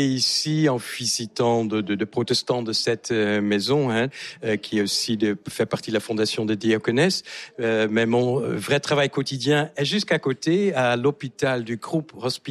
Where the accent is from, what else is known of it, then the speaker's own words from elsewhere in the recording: Netherlands; French is a second language; now in France; Tout à fait, que je n'ai pas perdu depuis les 35 ans que je suis en France. Je suis néerlandais et donc venu il y a 35 ans en France.